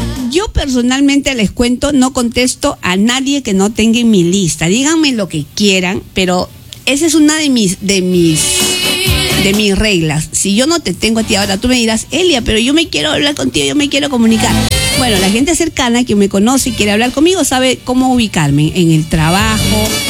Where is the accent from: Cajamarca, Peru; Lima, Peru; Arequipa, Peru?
Cajamarca, Peru; Chirinos; moved away; así estamos en Chirino.